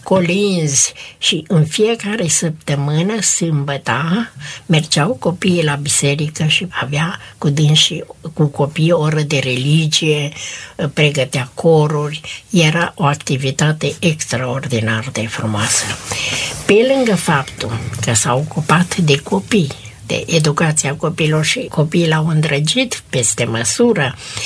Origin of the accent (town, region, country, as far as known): Cubleș, Cluj County, Romania